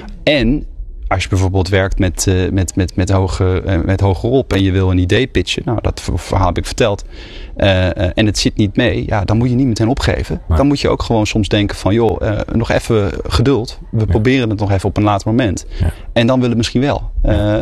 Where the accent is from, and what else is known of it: Netherlands